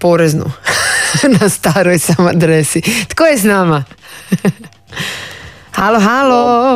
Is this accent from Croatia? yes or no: no; Livno, Federation of Bosnia and Herzegovina, Bosnia & Herzegovina; accent: Livno accent; moved away